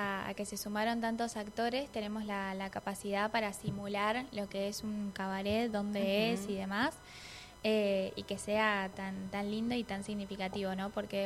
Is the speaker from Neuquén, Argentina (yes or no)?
yes; Neuquén, Argentina; qué mejor que hacerlo acá en mi país y en Neuquén, que es mi lugar.